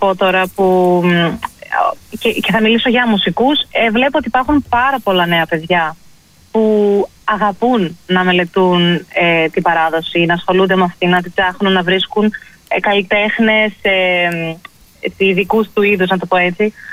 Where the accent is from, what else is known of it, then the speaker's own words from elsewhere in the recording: Thessaloniki, Central Macedonia, Greece; Εγώ γεννήθηκα μεγάλο στη Θεσσαλονίκη, mm-hmm. αλλά οι ρίζες μου από τον πατέρα μου είναι από τη Χαλκιδική, από την Γαλάκτα Χαλκιδικής. Mm-hmm. Και από τη μητέρα μου είμαι από την Ανατολική Θράκη, από εκεί κάτι χωριά. Mm-hmm. Οι παππούδες ήρθανε μπροστά εδώ.